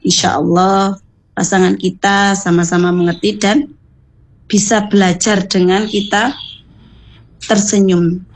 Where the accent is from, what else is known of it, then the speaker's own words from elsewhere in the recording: Surabaya, East Java, Indonesia; now in Karangindah, Indonesia; saya aslinya kecil besar pun di Rungkut tapi sekarang tinggal di Karangindah